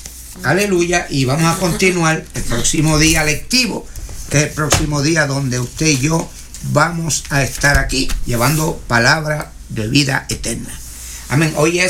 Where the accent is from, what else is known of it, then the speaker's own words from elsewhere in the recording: Puerto Rico; now in United States; Cuando yo vine de Puerto Rico para Estados Unidos, que no vine porque me dio la gana de venir, porque Dios me trajo.